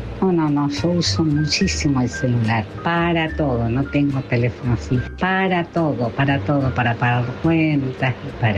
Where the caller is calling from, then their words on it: General Pico, La Pampa, Argentina; de General Pico La Pampa